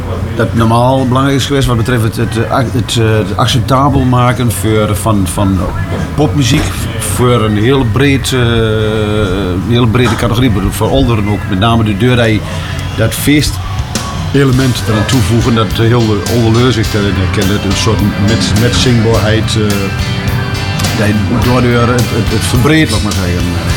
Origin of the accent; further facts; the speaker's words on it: Lichtenvoort, Gelderland, Netherlands; Ik kom in Lichtenvoort en mijn vader was bakker, dat was straks geloof ik uit.